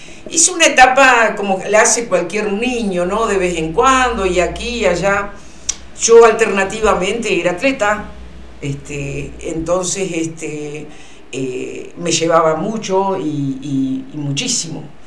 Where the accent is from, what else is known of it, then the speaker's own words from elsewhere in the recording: Crespo, Entre Ríos, Argentina; nací en el San Francisco de Asís de Crespo, y me crié en el barrio Guadalupe de la ciudad de Crespo, uno de los barrios más humildes de la ciudad.